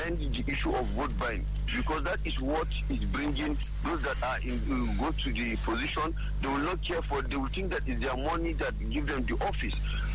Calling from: Jos, Plateau, Nigeria; I'm calling from Jos Plateau State.

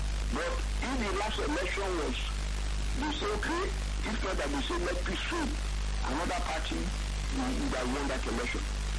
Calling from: Masaka, Central Region, Uganda; I'm calling from Masaka.

